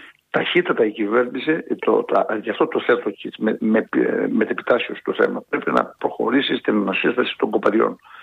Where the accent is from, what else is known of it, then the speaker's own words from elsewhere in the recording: Elassona, Thessaly, Greece; η ιδιαίτερη πατρίδα μου, ο Δήμος που είπατε πριν που ήμουν, είναι το βόρειο τμήμα της Λάρισας, είναι ο Δήμος Ελασσόνος.